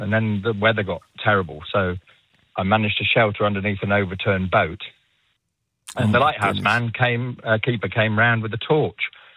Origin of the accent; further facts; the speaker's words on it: Whitley Bay, North East England, United Kingdom; now in Monmouth, United Kingdom; I grew up in Whitley Bay in the northeast of England, and it was about 1970, so I would have been about 10.